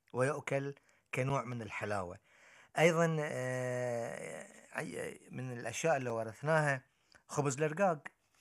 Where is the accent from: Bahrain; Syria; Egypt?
Bahrain